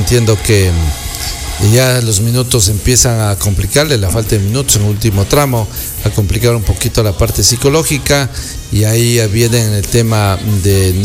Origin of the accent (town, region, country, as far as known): Ecuador